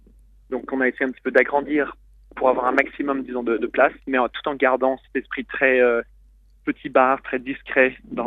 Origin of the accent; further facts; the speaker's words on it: Switzerland; moved away as an adult; now in China; J'ai quitté la Suisse en 2011 pour venir travailler en Asie pour le groupe Shangri-La. Et j'ai décidé en fait de venir en Chine en 2014 pour en fait découvrir la Chine.